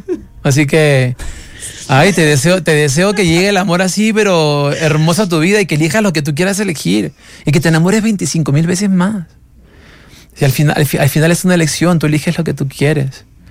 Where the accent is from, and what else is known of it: Peru